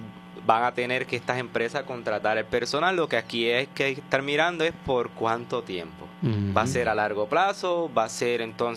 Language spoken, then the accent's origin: Spanish; Puerto Rico; nosotros como puertorriqueños